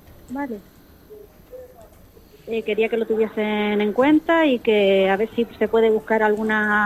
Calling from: Canary Islands, Spain; Soy de Montaña Los Vélez.

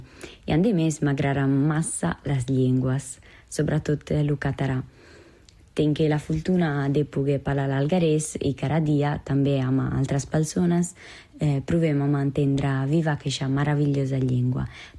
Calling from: Alghero, Sardinia, Italy; accent: Algherese; sóc de l'Alguer.

